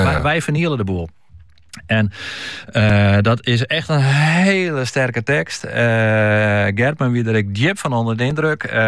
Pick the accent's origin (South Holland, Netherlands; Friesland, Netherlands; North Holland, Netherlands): Friesland, Netherlands; Kollum; Ik ben zelf opgegroeid in Kolm, dus ik ken dat gebied.